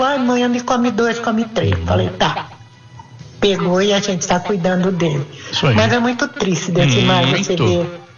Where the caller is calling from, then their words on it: Brazil; eu sou aqui do Jardim Tamoio, né?